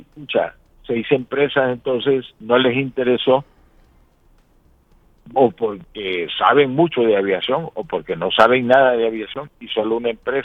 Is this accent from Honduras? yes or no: yes; Honduras